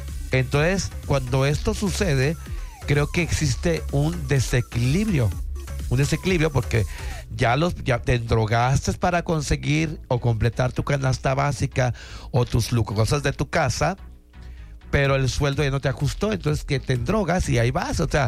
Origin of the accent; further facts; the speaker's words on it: Mexico; now in Puerto Vallarta, Mexico; nosotros como mexicanos y como trabajadores locales cobramos en pesos.